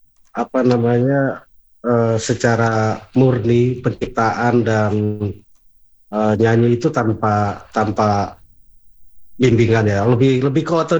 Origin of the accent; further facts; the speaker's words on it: Sukabumi, West Java, Indonesia; moved away as an adult; also born or lived in Maluku / Depok; Saya dari kecil itu saya kebetulan tinggal di Jawa Barat ya Bang, di daerah Sukabumi ya sana.